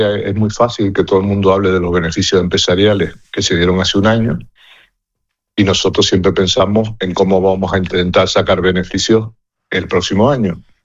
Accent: Canary Islands, Spain; somos el destino europeo más lejano prácticamente que hay

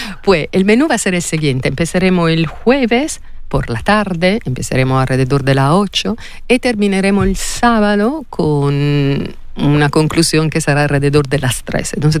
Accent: Italy; accent: Italian; Spanish is a second language; yo vengo de una tradición italiana, se nota por mi acento y se nota por mi incapacidad de hablar español.

